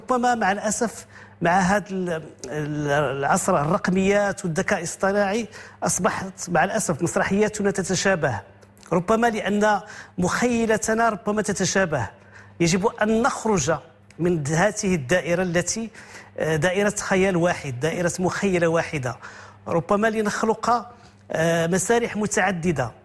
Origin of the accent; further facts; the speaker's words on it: Meknes, Fès-Meknès, Morocco; اخترت مكناس لأنها مدينتي